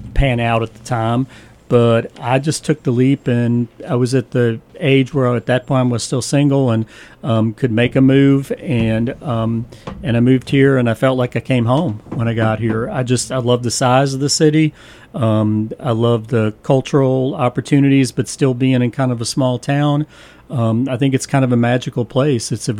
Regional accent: Virginia, United States; moved away as an adult; now in Savannah, United States; I was living in Blacksburg, Virginia at the time, which is in the southwest part of the state, close to my hometown.

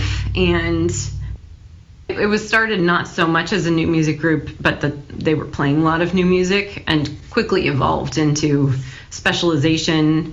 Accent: Portland, Oregon, United States; I grew up here in the Portland, Oregon area

